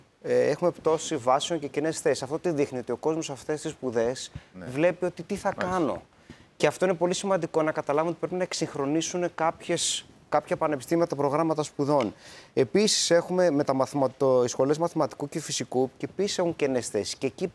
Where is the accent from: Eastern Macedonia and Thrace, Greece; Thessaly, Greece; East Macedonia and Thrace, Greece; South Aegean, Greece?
Thessaly, Greece; Larissa; Εγώ γεννήθηκα και μεγάλωσα στη Λάρισα.